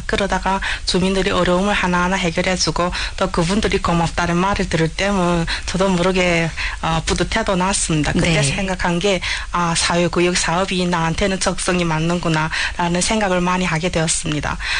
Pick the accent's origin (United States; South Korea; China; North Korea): China; now in Yanji, China; 저는 조선족이고 조호관 한족입니다.